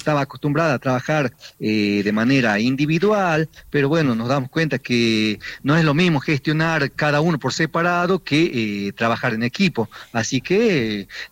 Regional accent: Payogasta, Salta, Argentina; No, no, somos de Payogasta, todos productores agropecuarios del pueblo y ahí zonas aledañas de Payogasta.

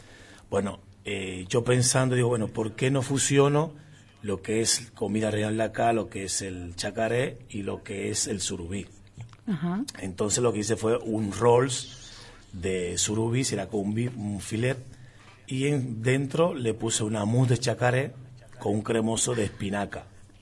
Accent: Dominican Republic; moved away as an adult; now in Formosa, Argentina; soy de República Dominicana. Ya hace muchos años que estoy acá en el país.

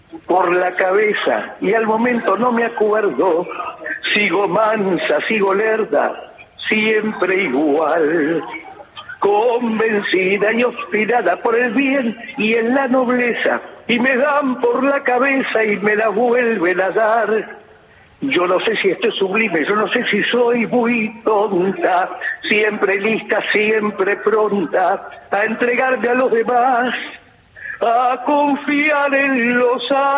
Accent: Buenos Aires, Argentina; also born or lived in Caballito, Buenos Aires; fui criada en Villa del Parque.

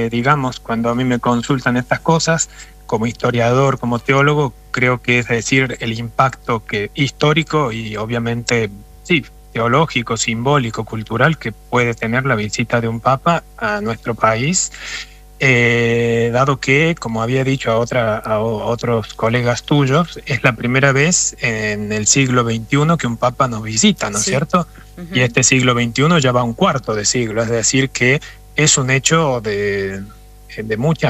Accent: Córdoba, Argentina; now in Italy; Soy cordobés, y no sé si se siente la tona.

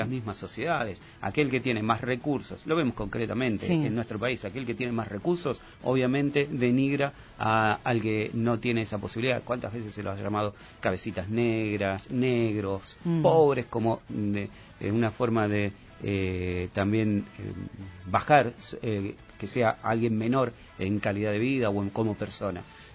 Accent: Argentina

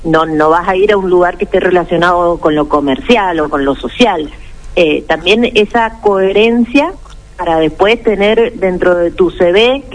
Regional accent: General Alvear, Mendoza, Argentina; Yo soy nacida en General Alvear. Uh-huh. Fui a una escuela técnica de allá de Alvear

